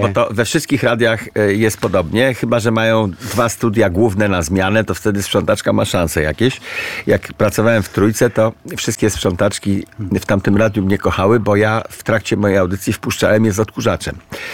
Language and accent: Polish; Pomeranian Voivodeship, Poland; Ja jestem z Pomorza Gdańskiego, u nas się nie zdrabnia.